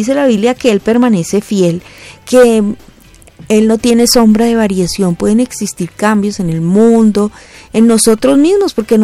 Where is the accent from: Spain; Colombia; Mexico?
Colombia; Como colombianos, yo creo, somos más las personas buenas que las malas.